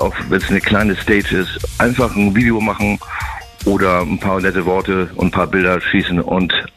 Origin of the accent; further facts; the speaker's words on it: Hamburg, Germany; moved away as an adult; now in Buchholz in der Nordheide, Germany; Ich bin aus Hamburg, bin Hamburger Jung. Wohne jetzt in der Nordheide bei Buchholz